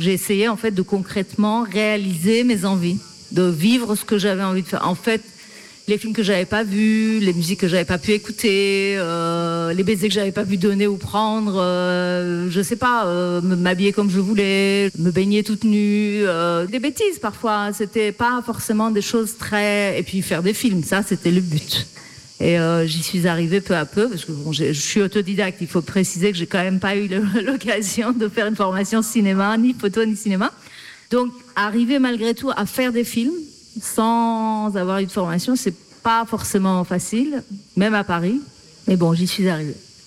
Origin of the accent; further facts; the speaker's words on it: Iran; French is a second language; moved away as an adult; now in France; D'abord seule, avec des choses, des bouts d'Iran que j'ai fait emmener, mes livres, mes cassettes.